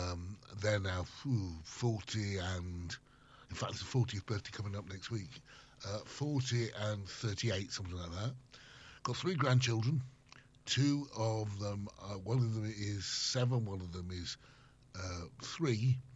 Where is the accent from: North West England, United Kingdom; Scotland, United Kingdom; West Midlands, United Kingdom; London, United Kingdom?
North West England, United Kingdom; Manchester; born there; All over the place. I was born in Manchester, believe it or not. A place called Prestwich, North Manchester.